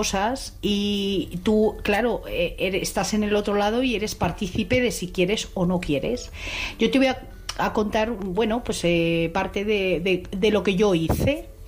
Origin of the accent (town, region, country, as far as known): Sicily, Italy